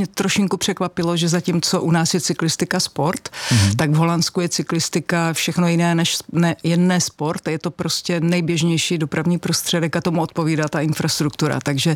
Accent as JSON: {"language": "Czech", "region": "South Moravian Region", "country": "Czechia", "said": "Já jsem nížiny typ, já jsem děvče z Jižní Moravy, takže mě jakýkoliv kopec prostě trošku jako irituje."}